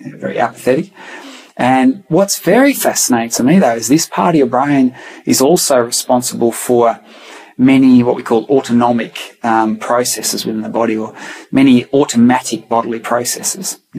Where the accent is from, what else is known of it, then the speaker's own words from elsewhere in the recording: Australia; I'm an Aussie